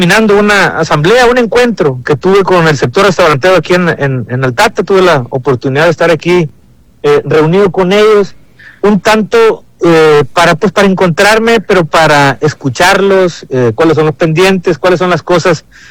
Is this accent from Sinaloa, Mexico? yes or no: yes; La Reforma, Sinaloa, Mexico; o vas para la Reforma de donde yo soy